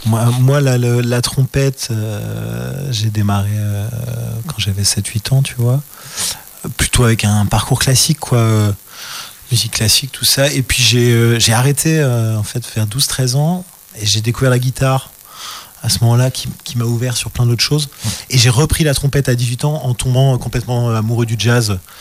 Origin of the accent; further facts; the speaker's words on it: Brussels, Brussels-Capital Region, Belgium; J'ai grandi à Bruxelles.